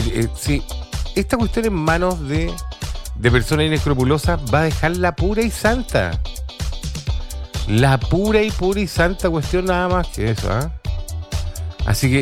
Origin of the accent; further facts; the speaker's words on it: Chile; nos define muy bien como chilenos